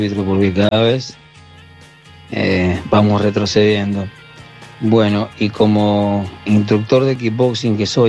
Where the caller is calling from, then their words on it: Mendoza, Argentina; nuevamente de Mendoza.